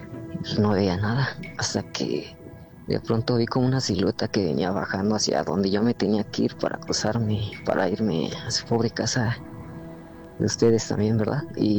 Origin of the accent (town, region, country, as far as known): Toluca, State of Mexico, Mexico